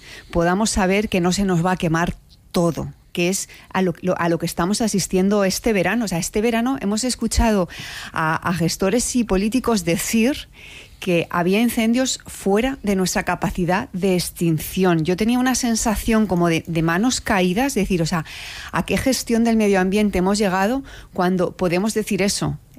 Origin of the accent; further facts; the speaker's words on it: Castilla-La Mancha, Spain; yo soy castellano manchega, soy una niña de pueblo, entonces me llega muy, muy de cerca.